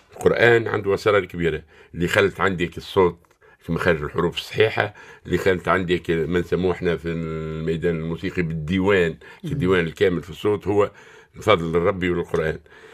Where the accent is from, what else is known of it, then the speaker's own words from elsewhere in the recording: El Kef, Kef Governorate, Tunisia; من مواليد 65 بالكاف العتيقة